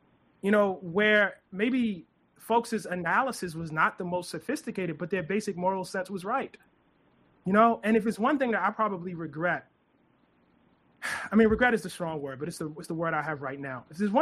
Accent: Baltimore, Maryland, United States; accent: Baltimore; people at different points in my career whose vocabulary was larger than mine, who maybe didn't have my Baltimore accent, who had been to places that I had not been

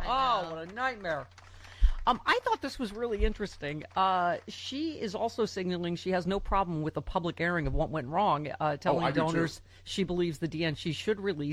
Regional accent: Buffalo, New York, United States; Maybe your basement could be Saberhood West. Go Sabres, my hometown.

